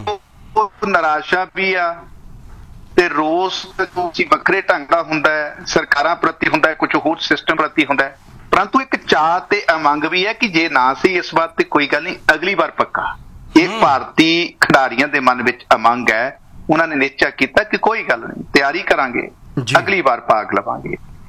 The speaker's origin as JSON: {"language": "Punjabi", "area": "Hoshiarpur district", "region": "Punjab", "country": "India", "said": "ਮੈਂ ਹੁਸ਼ਿਆਰਪੁਰ ਜ਼ਿਲ੍ਹੇ ਨਾਲ ਸੰਬੰਧ ਰੱਖਦਾ"}